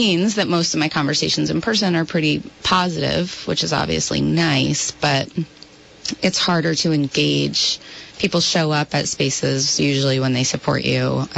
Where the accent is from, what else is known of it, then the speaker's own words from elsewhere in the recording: Quechee, Vermont, United States; I grew up in Queechee, Vermont. I went to Hartford High School.